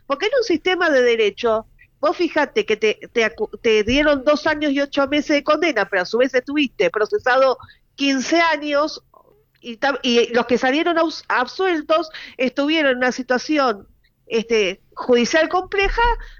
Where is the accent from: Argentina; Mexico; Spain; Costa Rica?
Argentina; los argentinos tenemos que buscar la forma de progresar económicamente